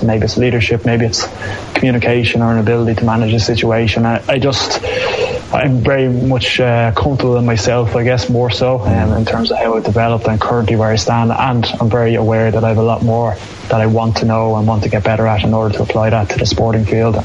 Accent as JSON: {"language": "English", "town": "Glasnevin", "region": "Leinster", "country": "Ireland", "tie": "born or raised there", "said": "one of the ways I'm very lucky is that I grew up in Glasnevin, which so happens to have my own club, Nafin, in it"}